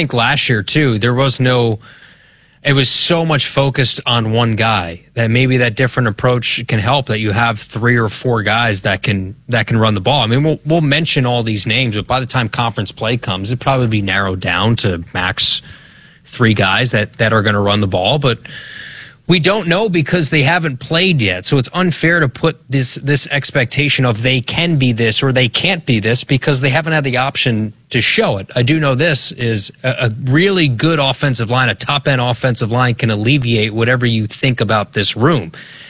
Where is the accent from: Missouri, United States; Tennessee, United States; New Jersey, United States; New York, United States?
New Jersey, United States; I mean, I'm from New Jersey.